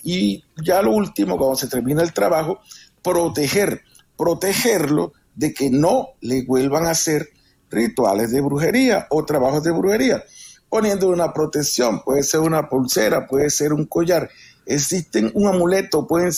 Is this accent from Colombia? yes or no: yes; Colombia